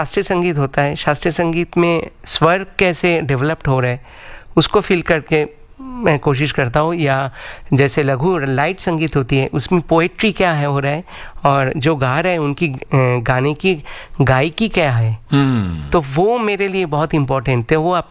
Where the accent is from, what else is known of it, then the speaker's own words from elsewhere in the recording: Kolkata, West Bengal, India; मैं कोलकाता से हूँ, और मेरे जो जगह है बहुत ही संगीतमय जगह है वो आसपास में, क्योंकि मेरे घर के 2-3 बंगला छोड़ के, घर छोड़ के